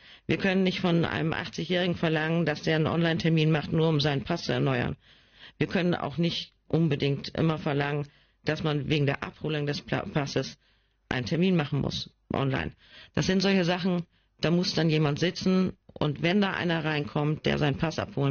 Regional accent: Schortens, Lower Saxony, Germany; ich bin eigentlich der Ureinwohner, in Anführungsstrichen, von den Kandidaten. Ich bin in Schortens aufgewachsen. Meine Eltern sind schon dort aufgewachsen. Meine Tochter ist auch da groß geworden. Also es ist wirklich meine Heimat.

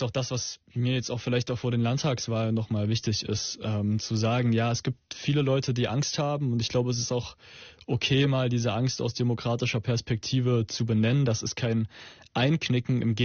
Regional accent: Zwickau, Saxony, Germany; born or raised there

